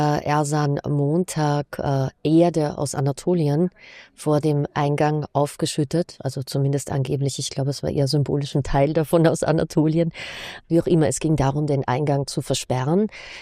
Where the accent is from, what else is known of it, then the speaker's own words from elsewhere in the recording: Austria; Ich bin Österreicherin